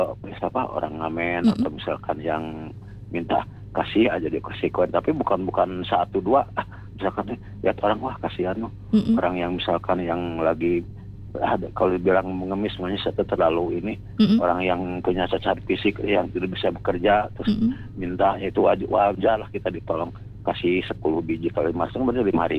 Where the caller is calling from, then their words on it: Garut, West Java, Indonesia; salam silaturahmi, salam persaudaraan dari saya dari Garut itu dengan daerahnya Pak KDM.